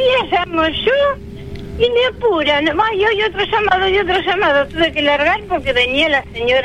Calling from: Monte Grande, Buenos Aires Province, Argentina; Acá en Monte Grande

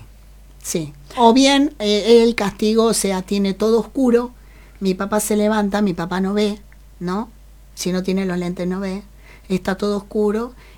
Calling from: Neuquén, Argentina; yo vivo en Neuquén.

